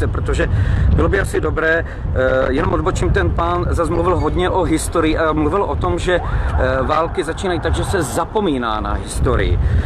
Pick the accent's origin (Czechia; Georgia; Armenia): Czechia; Я из Чешской Республики, да?